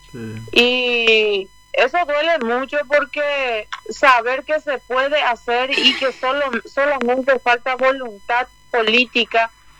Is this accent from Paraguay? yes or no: yes; José Domingo Ocampos, Caaguazú, Paraguay; born there; now in Hernandarias, Paraguay; Yo nací en José Domingo Campos, que es el municipio, último municipio de Caaguazú que linda con Juan Emilio Oleari.